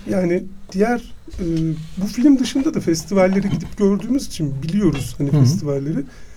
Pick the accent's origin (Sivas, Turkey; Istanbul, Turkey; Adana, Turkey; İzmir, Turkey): Sivas, Turkey; moved away; Hani ben buralıyım. Benim için öyle bir özelliği var. Yani 30 sene buraya gelmedim. 30 senenin sonunda işte bir iki sene önce buraya gelmek zorunda kalmıştım.